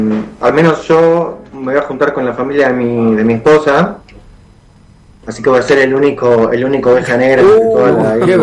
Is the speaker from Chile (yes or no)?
no; Buenos Aires, Argentina; moved away; Yo soy de Buenos Aires, mi familia se mudó de Buenos Aires, por ejemplo, a Santa Fe, se mudó a Roldán, cerca de Rosario.